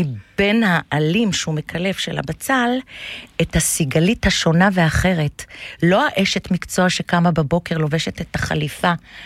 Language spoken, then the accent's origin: Hebrew; Tiberias, North, Israel; born there; also born or lived in London; נולדתי בטבריה.